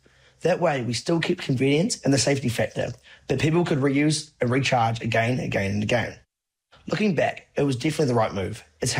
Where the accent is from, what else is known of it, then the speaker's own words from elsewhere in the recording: Hawke's Bay, New Zealand; moved away; I'm originally from Hawke's Bay up north.